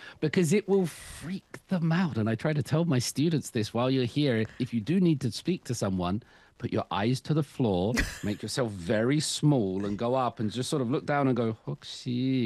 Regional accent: United Kingdom; I, as a British person

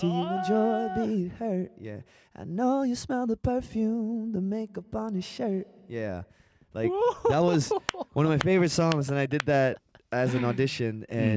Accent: Surrey, British Columbia, Canada; also born or lived in Korea; So I grew up in the very suburbs of Vancouver. It's like a 40-minute drive. But we all say we're from Vancouver.

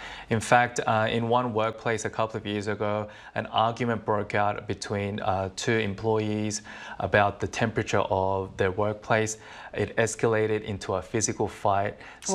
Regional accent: Australia; Because I'm from Australia, I can kind of like withstand the heat more than others, tolerate it.

